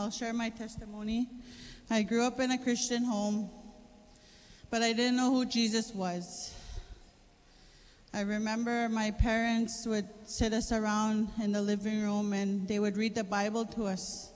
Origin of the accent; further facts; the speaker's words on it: Cross Lake, Manitoba, Canada; now in Thompson, Canada; I'm from Cross Lake. I've been living in Thompson for 13 years. I grew up in a Christian home.